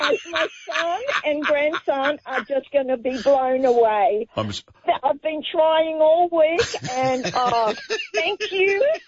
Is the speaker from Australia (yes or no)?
yes; Sydney, New South Wales, Australia; now in Kingsgrove, Australia; I was brought up in Paddington, the eastern suburbs